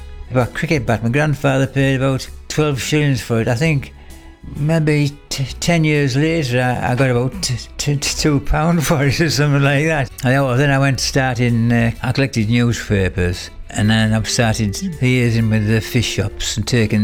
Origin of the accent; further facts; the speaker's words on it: Norton, England, United Kingdom; moved away; I'm originally from Norton.